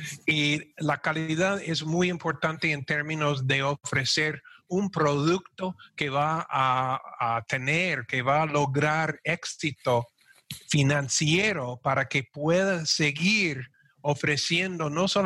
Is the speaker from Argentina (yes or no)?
no; Costa Rica; viviendo en Costa Rica y siendo un tico.